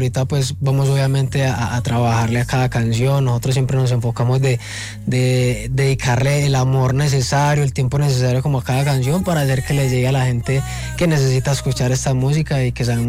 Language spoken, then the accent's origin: Spanish; Pereira, Risaralda, Colombia; moved away; yo soy de Pereira y toda mi familia vive en Pereira.